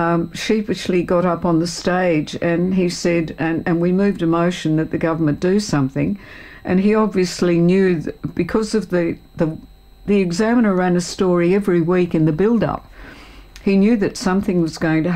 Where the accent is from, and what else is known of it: Hobart, Tasmania, Australia; born or raised there; moved away as an adult